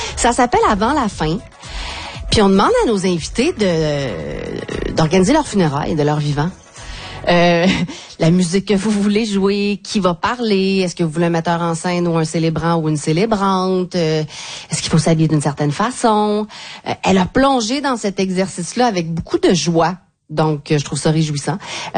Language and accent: French; Quebec City, Quebec, Canada; moved away; Ah, et c'est un peu chez nous aussi parce que c'est ma ville natale, oui